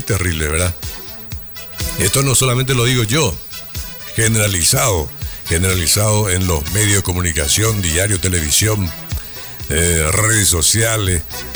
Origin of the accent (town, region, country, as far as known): Paraguay